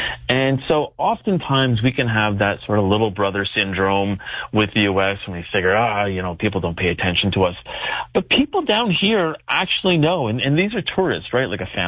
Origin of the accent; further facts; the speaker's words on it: Canada; as a reporter and as a Canadian, that people in the U.S., they understand it